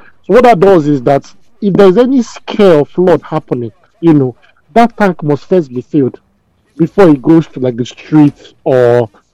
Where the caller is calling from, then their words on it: Kaduna State, Nigeria; I'm from Kaduna State.